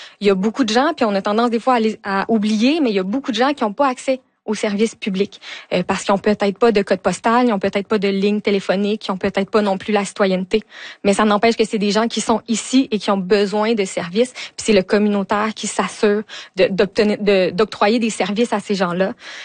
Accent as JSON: {"language": "French", "town": "Val-d'Or", "region": "Quebec", "country": "Canada", "tie": "born or raised there", "moved": "as an adult", "said": "Oui, ben moi, dans le fond, je suis originaire de Val-d'Or. Je suis née, j'ai grandi là-bas, puis j'ai quitté la région pour les études."}